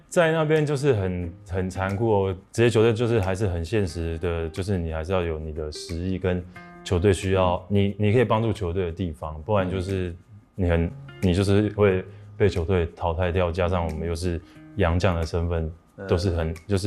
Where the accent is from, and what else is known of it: Taiwan; moved away as an adult; also born or lived in Japan